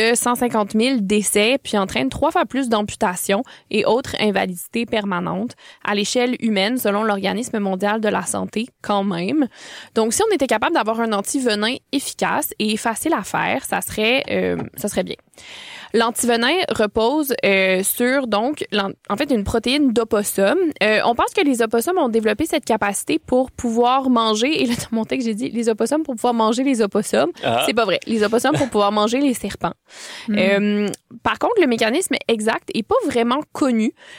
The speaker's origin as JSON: {"language": "French", "region": "Quebec", "country": "Canada", "said": "chez nous, au Québec"}